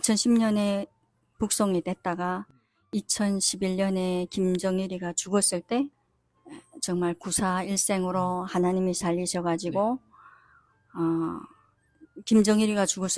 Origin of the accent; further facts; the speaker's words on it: Ryanggang, North Korea; moved away as an adult; now in South Korea; 집사입니다. 저는 고향이 백두산을 가까이 하고 있는 양강도입니다. 저는 2010년에 달북을 했습니다.